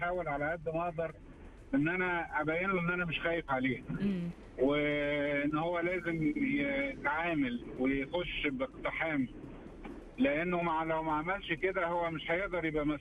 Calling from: Egypt; إحنا عندنا في مصر بيقولوا الواحد لازم يتخشن

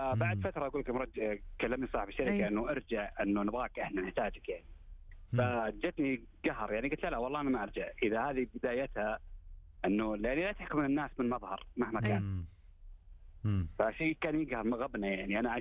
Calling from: Riyadh, Riyadh Province, Saudi Arabia; من الرياض

